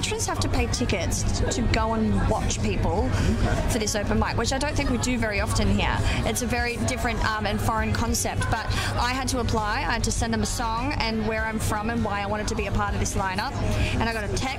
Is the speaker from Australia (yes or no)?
yes; Australia; And especially, you know, being an Aussie artist, they're like, yeah, we want to see what you've got.